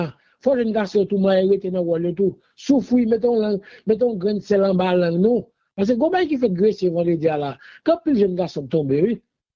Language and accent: French; Valais, Switzerland; moi j'aime bien tibou, mais moi je suis du Valais.